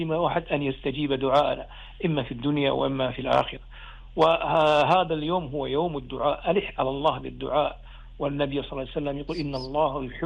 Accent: Kuwait; بلدنا الكويت

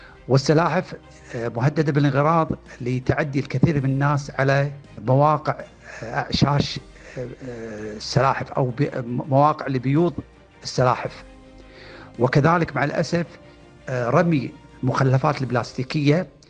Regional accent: Kuwait; عندنا بالكويت

